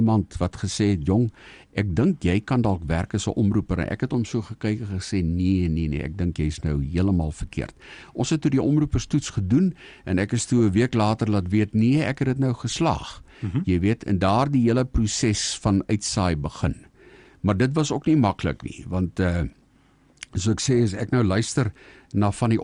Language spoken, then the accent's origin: Afrikaans; Namibia; Nee, ek kom uit Namibia uit. Ek het skool gegaan hier in 'n stoel universiteit toe.